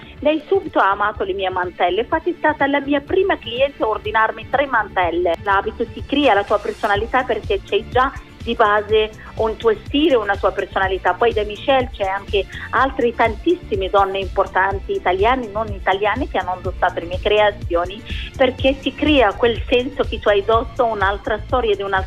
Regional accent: Rabat, Rabat-Salé-Kénitra, Morocco; now in Italy; Io sono nata a Rabat, nella capitale del Marocco, è una città meravigliosa

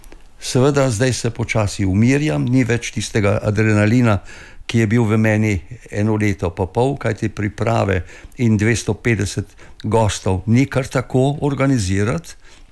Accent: Mokronog, Southeast Slovenia, Slovenia; moved away; v Mokronogo, v mojem rojstnem kraju, po poteh, kjer sem pasel krave, kjer sem razdiral bombe, kjer sem korakal z italijansko godbo

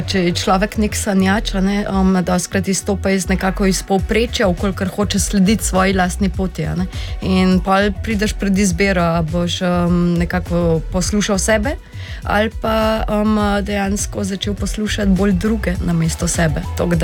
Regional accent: Central Sava, Slovenia; Odraščala sem v rudarski koloniji

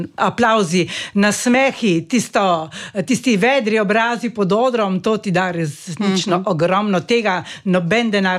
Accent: Primorska, Slovenia; accent: Primorska dialect; Mi smo Primorci in je prav tudi, da zagovarjamo oziroma prenašamo na naše rodove to našo lepo spevno narečje.

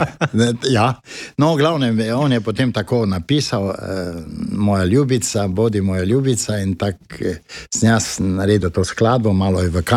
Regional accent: Koroška, Slovenia; mama, oče smo prišli nekje iz Prlekije, kaj zem, pa sem rekel, če lahko peljejo tu gor. Pa rekla, kak zdaj, če smo na Koroški doma, zakaj tu gor?

